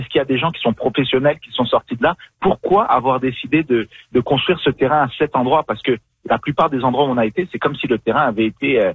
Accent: Niger; born there; Moi, je suis né au Niger, en Afrique de l'Ouest.

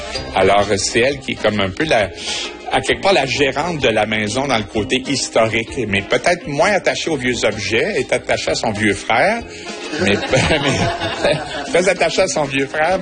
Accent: Matane, Quebec, Canada; born there; also born or lived in Montréal; je suis né à Matane, j'habite à Matane après un long détour à Montréal et je suis animateur et un petit peu humoriste à travers tout ça.

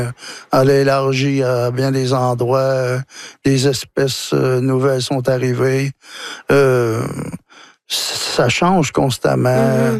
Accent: Wôlinak, Quebec, Canada; Chez nous, à Wallinac, la langue avait été éteinte.

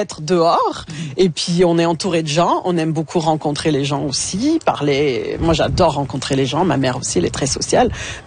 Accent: Quebec, Canada; J'étais québécoise, je m'identifiais comme une québécoise quand j'étais plus jeune parce que j'ai grandi au Québec

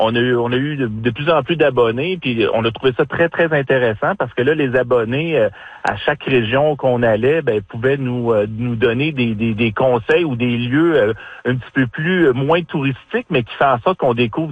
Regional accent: Saint-Constant, Quebec, Canada; Ben nous on est Rive-Sud de Montréal. Nous, c'est Saint-Constant.

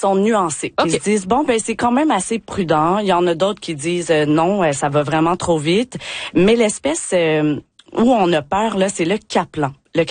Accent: Quebec, Canada; accent: Quebec; now in Newfoundland and Labrador, Canada; vous pouvez l'entendre par mon accent, je suis québécoise, là

